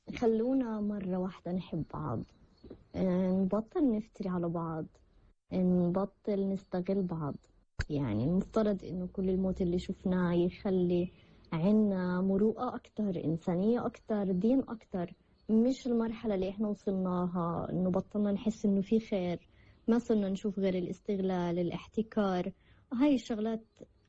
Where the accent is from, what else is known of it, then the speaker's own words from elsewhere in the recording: Palestine; يعني صراحة أنا ما بعرف ليش كفلسطينيين بنتعامل بهذه الطريقة.